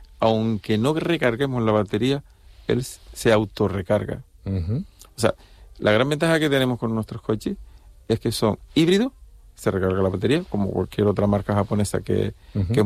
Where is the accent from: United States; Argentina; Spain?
Spain; Las Palmas, Canary Islands; Por ejemplo, Tenerife, aunque yo soy de origen de Las Palmas, uh-huh. pero Tenerife la conozco.